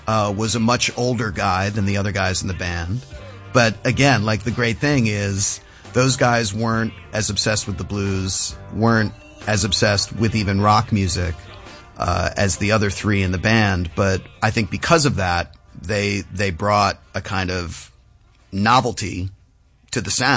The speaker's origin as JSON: {"language": "English", "town": "New York City", "region": "New York", "country": "United States", "said": "I'm a musician from New York City."}